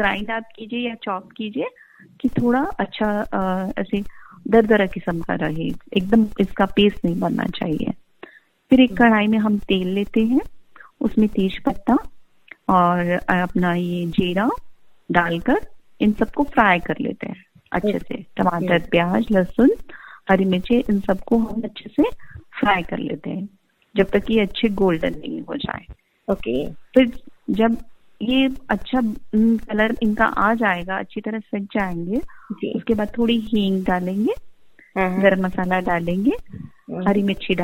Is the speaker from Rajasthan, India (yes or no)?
yes; Rajasthan, India; क्योंकि दाल बाटी के साथ हम राजस्थानी लोगों को कुछ तो चटकारा चाहिए ही